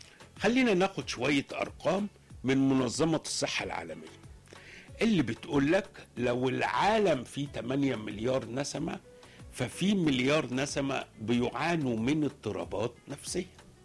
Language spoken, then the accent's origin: Arabic; Egypt; لكن احنا للأسف كمصريين